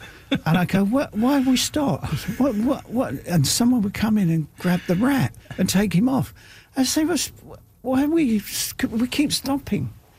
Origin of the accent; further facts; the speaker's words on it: Ireland; and then I'm walking around, just talking to myself, and I'm Irish, you know.